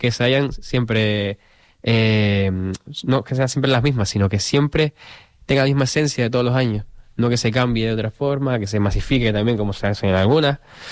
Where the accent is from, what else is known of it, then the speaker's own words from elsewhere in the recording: Arico, Canary Islands, Spain; Y yo iba a las mi pueblo, en Arico.